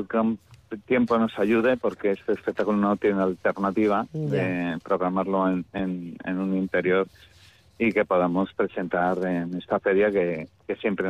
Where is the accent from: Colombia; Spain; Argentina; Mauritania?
Spain; Basque Country; somos vascos y lo llevamos en la sangre y nunca vamos a decir que no somos euskaldunes ni somos de este país